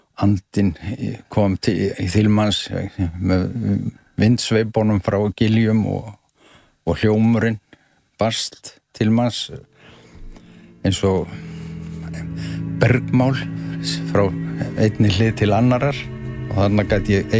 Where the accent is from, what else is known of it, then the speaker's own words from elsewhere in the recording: Reykjavík, Capital Region, Iceland; Ólst upp í Reykjavík og var mikið í sveit sem krakki og unglingur